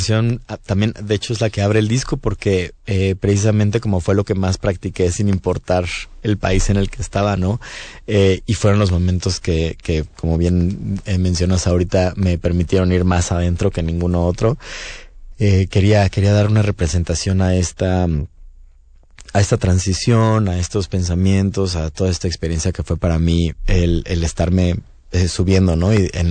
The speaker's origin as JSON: {"language": "Spanish", "country": "Mexico", "said": "¡Mexicano, ¿verdad? Y yo, mexicano, tengo el acento tan fuerte, ¿verdad?"}